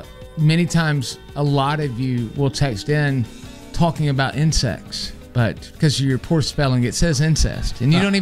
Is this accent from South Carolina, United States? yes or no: yes; Poe Mill, South Carolina, United States; I'm from Poe Mill.